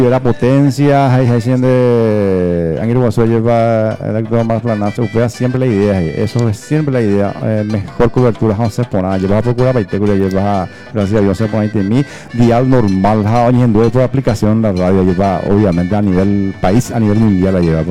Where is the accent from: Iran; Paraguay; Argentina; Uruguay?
Paraguay; Sí, 14 y 15 de mayo, el día de la independencia nacional, como buen paraguayo.